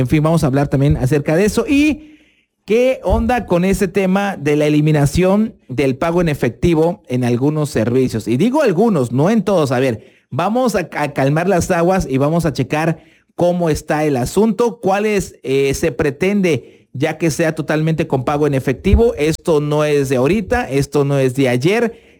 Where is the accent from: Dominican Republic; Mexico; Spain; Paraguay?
Mexico